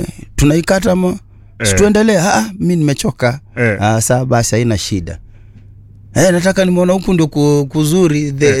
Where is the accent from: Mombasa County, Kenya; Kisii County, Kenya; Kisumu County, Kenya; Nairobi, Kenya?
Nairobi, Kenya; also born or lived in Uganda; Nairobi mimi nimezaliwa Huruma.